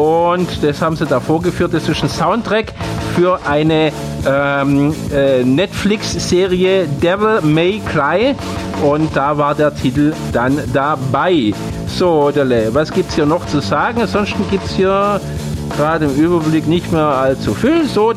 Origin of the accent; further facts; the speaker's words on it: Stuttgart, Baden-Württemberg, Germany; Okay, ich bin gewürdiger Cannstatter.